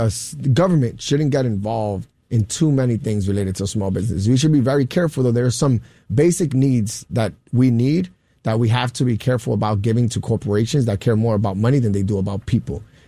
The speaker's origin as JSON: {"language": "English", "town": "New York City", "region": "New York", "country": "United States", "tie": "born or raised there", "also_born_or_lived": "Fort Greene, Brooklyn", "said": "I was born and raised in Williamsburg as well. Born in Fort Greene in Cumberland Hospital, but born and raised in Williamsburg in the South Side."}